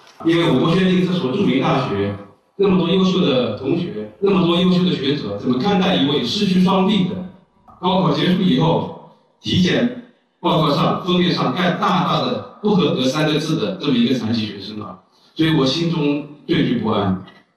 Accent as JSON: {"language": "Chinese", "town": "Ningbo", "region": "Zhejiang", "country": "China", "tie": "born or raised there", "said": "我的家乡宁波"}